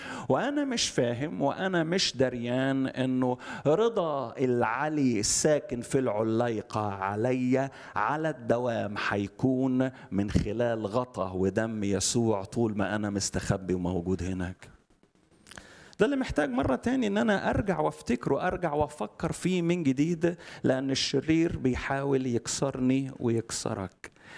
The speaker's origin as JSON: {"language": "Arabic", "town": "Alexandria", "region": "Alexandria Governorate", "country": "Egypt", "also_born_or_lived": "Upper Egypt", "said": "أنا اسكندراني صعيدي، بس اسكندراني."}